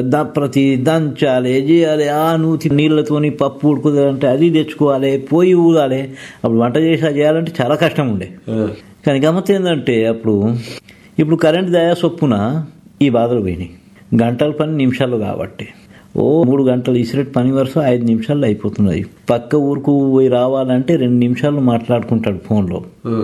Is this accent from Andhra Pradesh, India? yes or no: no; Adilabad, Telangana, India; నేనైతే ఈడనే పుట్టిన.